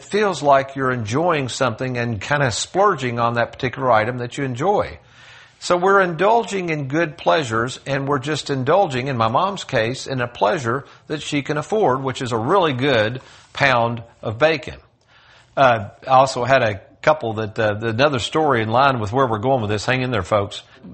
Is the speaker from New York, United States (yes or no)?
no; Lexington, Kentucky, United States; moved away; the same little house I grew up in Lexington, Kentucky